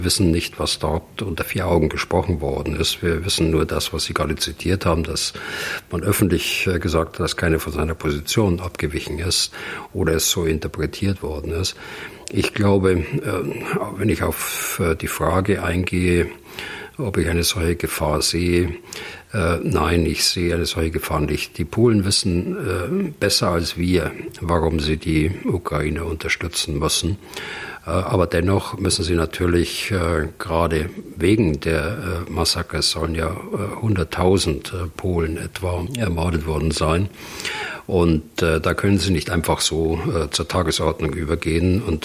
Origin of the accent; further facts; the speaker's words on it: Germany; als ehemaliger General, als Deutscher auch